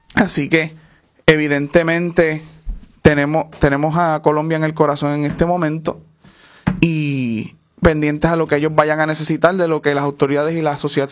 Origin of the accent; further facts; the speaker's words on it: Puerto Rico; Ya Colombia nos abrió la puerta a nosotros como puertorriqueños